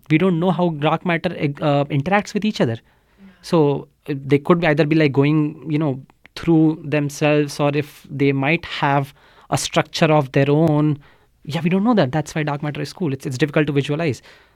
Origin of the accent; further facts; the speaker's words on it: India; Well, my path to astronomy was a bit unconventional, because I grew up in India.